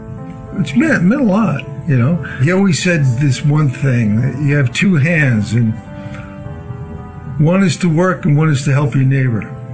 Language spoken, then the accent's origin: English; Long Island, New York, United States; I was born and raised in Long Island. We lived in a small house with my mother's parents, and there was my sister and my parents.